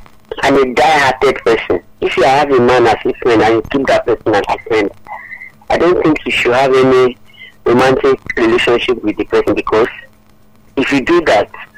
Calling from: South Korea; I'm calling from Korea.

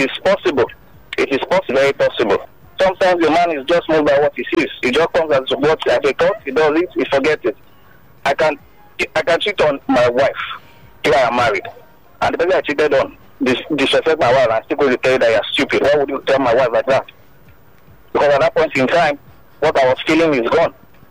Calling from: Sagamu, Ogun, Nigeria; I'm calling from Shagam.

